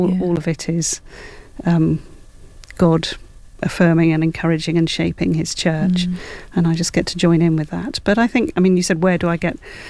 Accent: Wales, United Kingdom; I'm Welsh, and so the Welsh revival is in my blood.

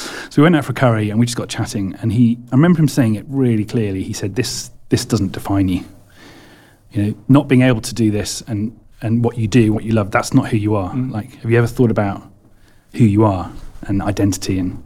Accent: Manchester, North West England, United Kingdom; born there; So I was born in Manchester. I don't sound like it because I didn't stay there that long.

